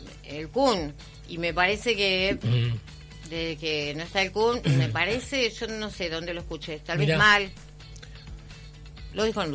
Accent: Argentina

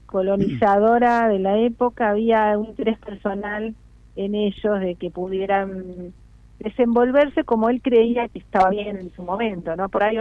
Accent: Buenos Aires, Argentina; yo soy de Buenos Aires, pero empecé a ir mucho a Ushuaia

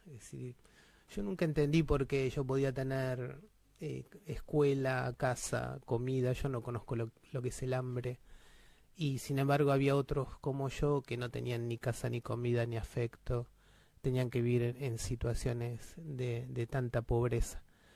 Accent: Buenos Aires, Argentina; Soy porteño, oriundo, nací en el sanatorio Otamendi, más exactamente. Ah, mi mamá era docente, ahí nos estuvo por la obra social docente, nos parió ahí en el sanatorio Otamendi. Y viví en Pedro Goyena y Doblas, hasta que me fui...

